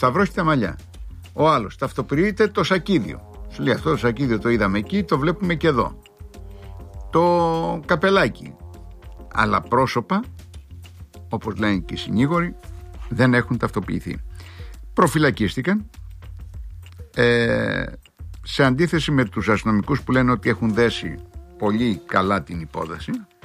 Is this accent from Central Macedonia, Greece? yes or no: no; Crete, Greece; στο χωριό μου, στην Κρήτη